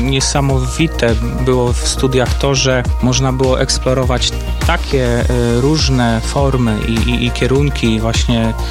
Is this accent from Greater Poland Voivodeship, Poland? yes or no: yes; Konin, Greater Poland Voivodeship, Poland; No, jestem z Konina.